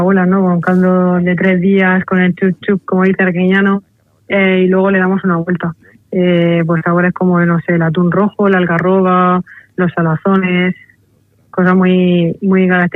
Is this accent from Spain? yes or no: yes; Region of Murcia, Spain